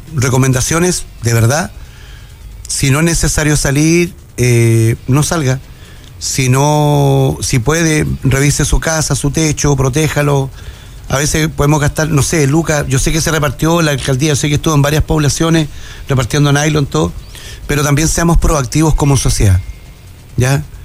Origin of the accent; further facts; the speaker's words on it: Antofagasta, Chile; Nosotros los que somos de Antofagasta, nacidos, criados acá